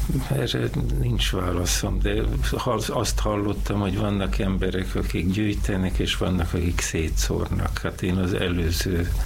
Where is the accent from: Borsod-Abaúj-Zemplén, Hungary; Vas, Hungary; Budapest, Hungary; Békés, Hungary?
Budapest, Hungary; Budai vagyok, sőt erdőszéli vagyok, mert ahol mi lakunk 75 éve, az erdőszéle volt még akkor, ma már szó sincs erről, mert kijebb ment a város, és hátrál az erdő.